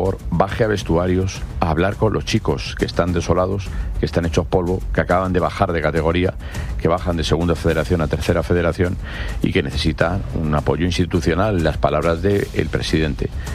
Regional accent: Madrid, Community of Madrid, Spain; Yo soy de Vallecas, soy vallecano y a mucha honra, desde que nací, me crié y salí del barrio, ya no vivo allí

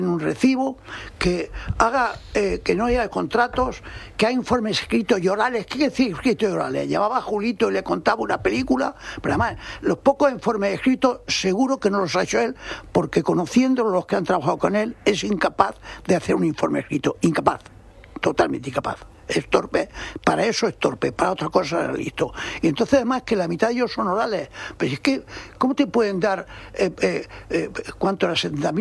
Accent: Spain; Sí, ya lo sé, pero quiero decir que yo soy un español normal, y que está preocupado con todos estos temas

